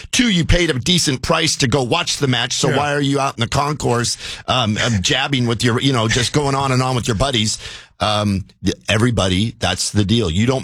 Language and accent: English; Seattle, Washington, United States; Growing up in Seattle, everyone played at age 5 and 6.